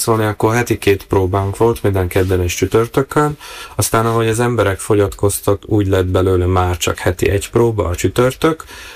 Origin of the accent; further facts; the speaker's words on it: Galanta, Trnava Region, Slovakia; moved away as an adult; now in Prague, Czech Republic; Galántán születtem, Galántán nevelkedtem.